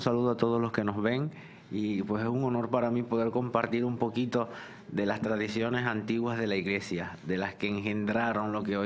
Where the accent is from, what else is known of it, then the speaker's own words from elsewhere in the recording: Venezuela; Yo soy venezolano, yo no soy árabe, pero crecí en una comunidad birritual.